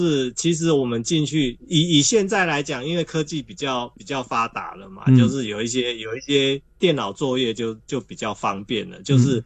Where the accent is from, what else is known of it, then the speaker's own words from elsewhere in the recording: Taiwan; 我们台湾人其实真的很热心